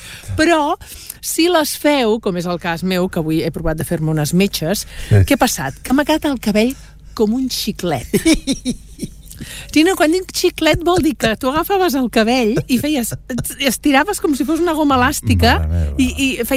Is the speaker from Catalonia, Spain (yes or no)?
yes; Catalonia, Spain; Perquè som catalans.